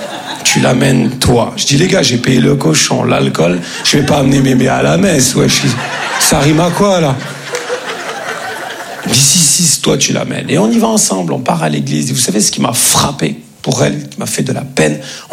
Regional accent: Grand Est, France; Comme on dit chez nous, en Lorraine.

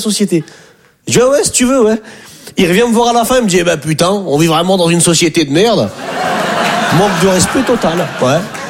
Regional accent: northern France, France; now in Paris, France; Je viens du nord de la France.

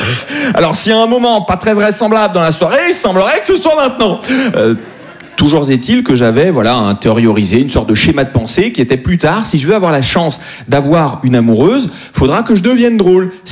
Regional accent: Corsica, France; Donc moi, sur le papier, je suis corse juif.

